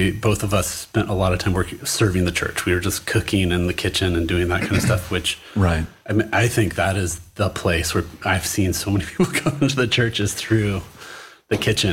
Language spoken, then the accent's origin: English; California, United States; born there; moved away as an adult; also born or lived in Texas; now in South Canaan, Pennsylvania, United States; I grew up in an evangelical home. My dad was a minister. We had spent about half my childhood in Texas. Oh, okay. And then the other half in Southern California in a big mega church.